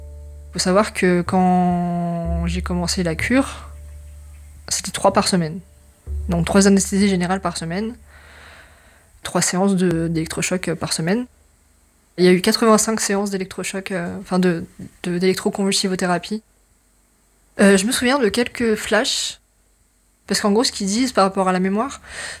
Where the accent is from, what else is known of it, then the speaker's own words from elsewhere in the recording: Auvergne-Rhône-Alpes, France; now in Grenoble, France; J'ai grandi en Haute-Savoie